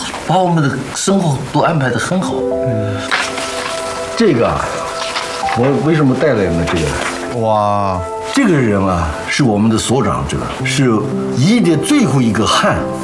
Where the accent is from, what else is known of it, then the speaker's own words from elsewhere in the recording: Hong Kong; born there; also born or lived in Guangzhou; 我出生在香港，解放后就给着翻斗向广州了。